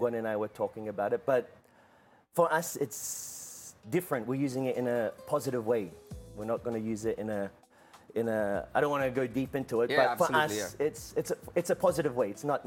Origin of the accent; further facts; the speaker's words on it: Australia; I'm half Czech, half Filipino. Both born and raised in Australia.